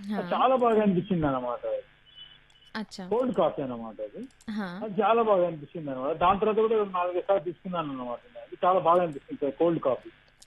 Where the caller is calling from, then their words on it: Hyderabad, Telangana, India; Hyderabad, Osman Ganj